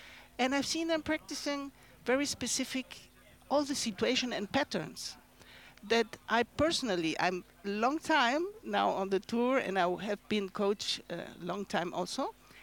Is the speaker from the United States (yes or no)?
no; Uruguay; English is a second language; Yes, it's South American. I'm coming from Uruguay